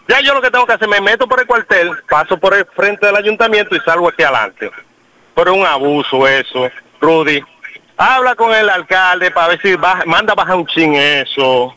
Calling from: Baní, Peravia, Dominican Republic; yo no soy de Matanzas, soy vanilejo.

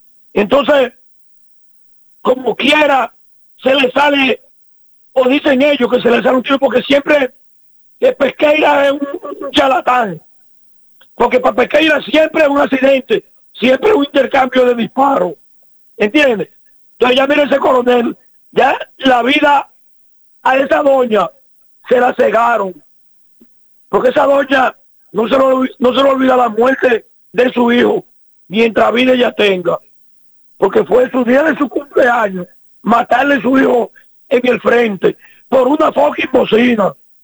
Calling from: Dominican Republic; nosotros somos dominicanos

